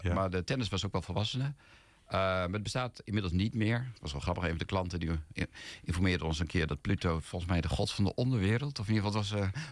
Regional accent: Emmen, Drenthe, Netherlands; moved away as an adult; also born or lived in Ruinerwold / Groningen; Daarna zijn we verhuisd naar Emmen. Daar heb ik eigenlijk van mijn 2e tot mijn 17e gewoond. Tot ik gestudeerde in Groningen. En toen ben ik geëmigreerd naar Holland, zoals ze dat dan noemen.

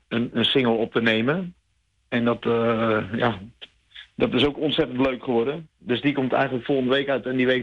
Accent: Utrecht, Netherlands; moved away; ik kom oorspronkelijk uit Utrecht.

